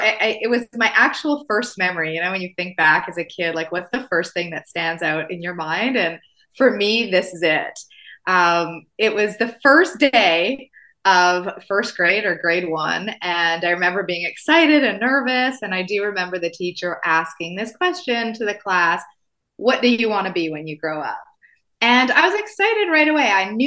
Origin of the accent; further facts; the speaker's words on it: Winnipeg, Manitoba, Canada; as you said, I grew up in Winnipeg.